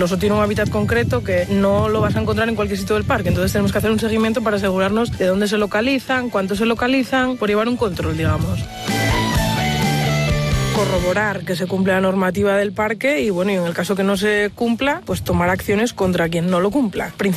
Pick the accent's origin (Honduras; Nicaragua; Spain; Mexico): Spain; Cangas de Onís, Asturias; soy de Cangas de Onís